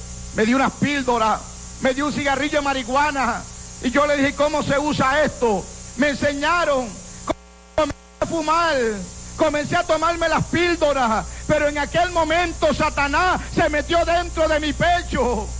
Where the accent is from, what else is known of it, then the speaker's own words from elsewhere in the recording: Bayamón, Puerto Rico; born there; also born or lived in Llorens Torres, San Juan; nací en Llorén Torre. Y mientras estábamos viviendo en Llorén Torre, comenzamos a ver las pandillas, la gente reuniéndose, la gente usando droga, la gente bebiendo, la gente peleando. Y se formaban unas tremendas peleas. Y al cabo de unos años nos mudamos para Sierra Linda, Bayamón.